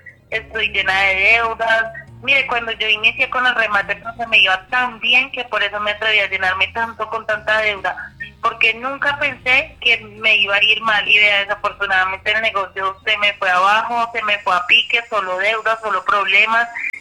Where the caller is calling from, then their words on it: Medellín, Antioquia, Colombia; Aquí es de Medellín, desde el barrio Buenos Aires.